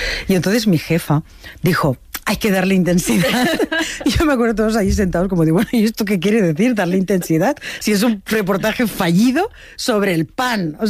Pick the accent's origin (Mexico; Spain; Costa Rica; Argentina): Spain; yo quiero saber como ciudadana española